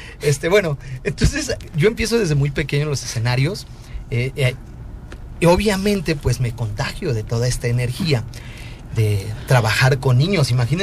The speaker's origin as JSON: {"language": "Spanish", "country": "Mexico", "said": "para nosotros como mexicanos"}